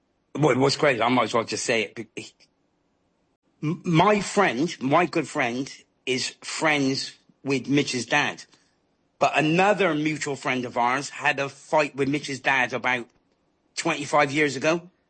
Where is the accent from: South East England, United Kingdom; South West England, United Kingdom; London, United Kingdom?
South West England, United Kingdom; Bristol; I'm from a place called Norwest. So, and his mum grew up in Harcliffe where my cousins grew up. So I grew up in Harcliffe a little bit.